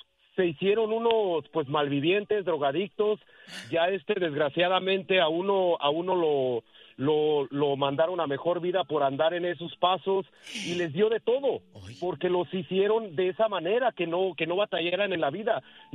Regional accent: Mexico; una serie que exactamente habla de la vida, como es la vida de nosotros como hispanos o como mexicanos en México

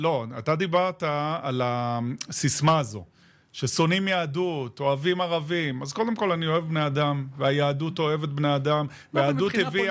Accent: Ashkelon, Southern District, Israel; also born or lived in Sderot; now in Nirim, Israel; נולדתי וגדלתי באשקלון, גרתי בסדרות, בוודאי. זה הבית.

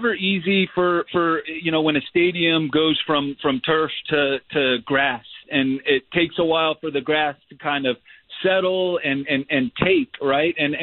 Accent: Texas, United States; I grew up in Texas.

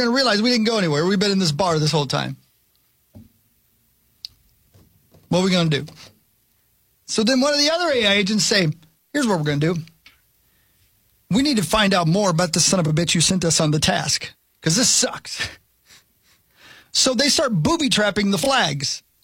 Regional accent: Indiana, United States; born there; I was born in Indiana and you can tell.

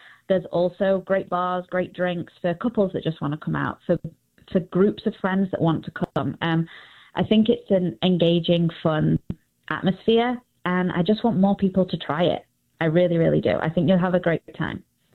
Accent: England, United Kingdom; moved away as an adult; now in North America; as you can all probably hear, I'm from England

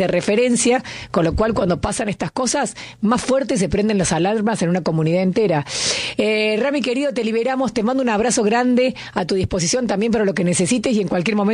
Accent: Córdoba, Argentina; yo que soy cordobés

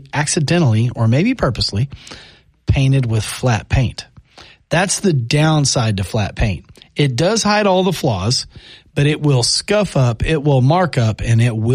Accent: Amarillo, Texas, United States; born there; I mean, it was a long time ago, but that is where I was born. So the high plains of Amarillo.

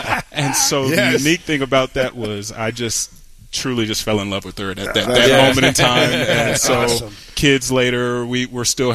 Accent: Cincinnati, Ohio, United States; So growing up in Cincinnati, Ohio, I spent a lot of time just trying to find myself

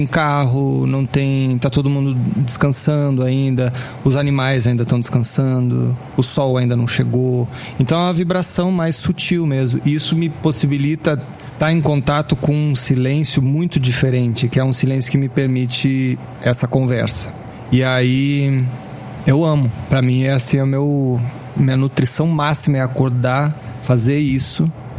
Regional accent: Rio Grande do Sul, Brazil; also born or lived in Brasília; Eu sinto que o gauchês está em mim mais predominantemente do que qualquer coisa, né? Por conta de eu ter sido criado lá, minha família toda lá, né?

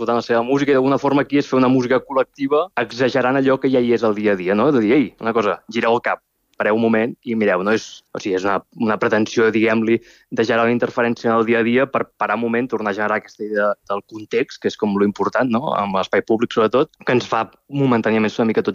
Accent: Mataró, Catalonia, Spain; jo que sóc de Mataró i hem amat pirotècnia des de ben petit

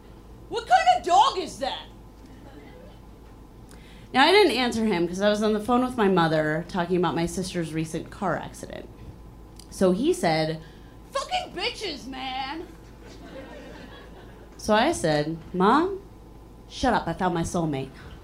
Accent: Chicago, Illinois, United States; So, like the host said, I'm from Chicago. I'm from here. I live in Chicago.

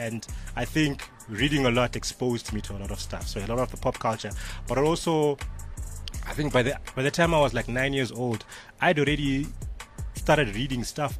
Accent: Zimbabwe; growing up in Zim in those in the late 80s, early 90s

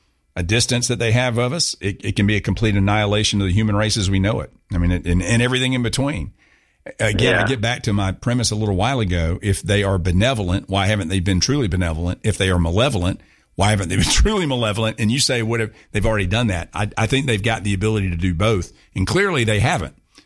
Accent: United States; I'm an American.

